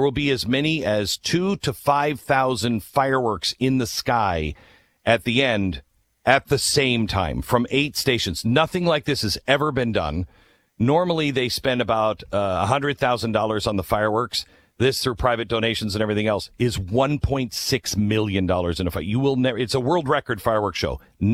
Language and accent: English; Seattle, Washington, United States; I'm 18 years old. I'm from Seattle.